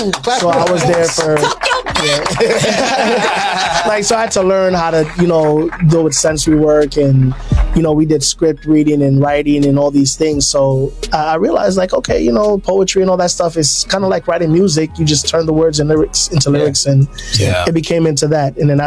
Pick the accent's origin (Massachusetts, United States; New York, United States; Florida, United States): New York, United States; Bronx; born or raised there; also born or lived in Jamaica